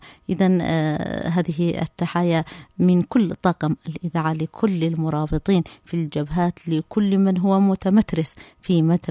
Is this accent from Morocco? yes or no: no; Yemen; أصبحت هذه الطائرة محل سخرية في بلادنا اليمن